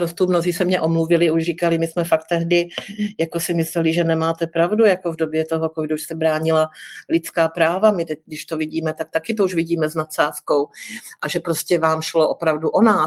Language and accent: Czech; Moravia, Czechia; Ale já jsem skutečně hodná holka z Moravy